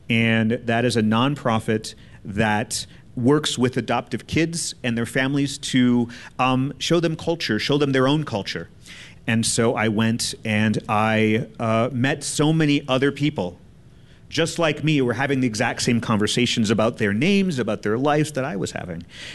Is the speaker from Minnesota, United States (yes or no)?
no; El Paso, Texas, United States; born there; I was born in El Paso.